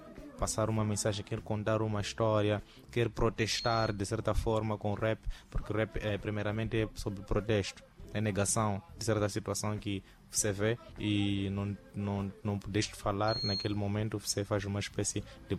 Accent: Mozambique

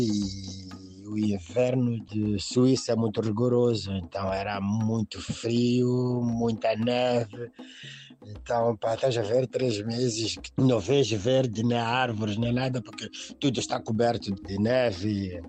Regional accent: Maputo, Mozambique; moved away as an adult; also born or lived in Fuerteventura, Spain; now in France; eu sou da Mafalala, vivo no sul da França. O que é que me fez sair de Moçambique? Mudar um pouco, eu acho que eu saí de Moçambique, acho que já tinha 36 anos por aí. Quando eu saí, 2006 por aí.

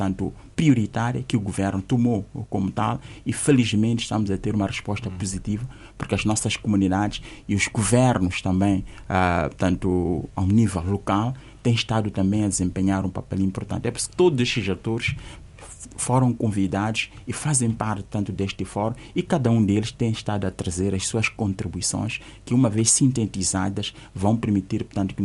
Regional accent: Mozambique; nós somos moçambicanos, há uma série de aspectos culturais que têm de ser observados.

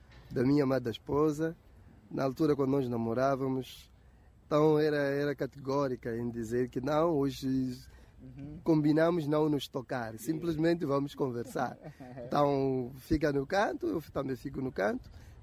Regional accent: Maputo, Maputo City, Mozambique; E eu sou daqui de Maputo. Nasci aqui em Maputo, cresci aqui, estou aqui.

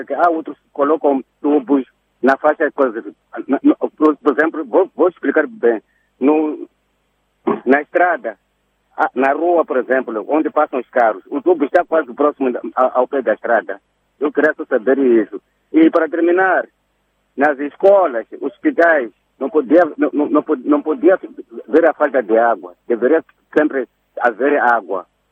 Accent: Maputo, Maputo City, Mozambique; now in Chonguene, Mozambique; Eu vivi muito, cresci em Ulene aí.

